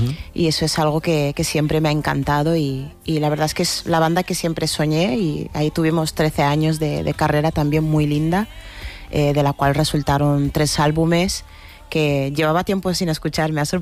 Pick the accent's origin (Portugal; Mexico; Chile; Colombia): Portugal; Lisbon; now in Madrid, Spain; yo he crecido en Lisboa